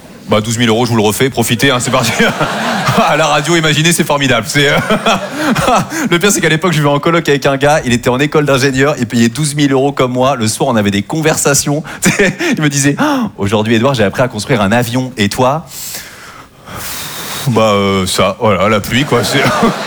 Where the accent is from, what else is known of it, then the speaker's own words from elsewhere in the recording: Normandy, France; parce que moi je viens de Normandie et j'ai eu beaucoup de mal avec les élèves du cours Florent.